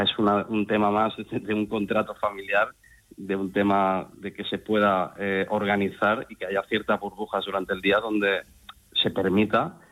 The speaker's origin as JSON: {"language": "Spanish", "town": "Valencia", "region": "Valencian Community", "country": "Spain"}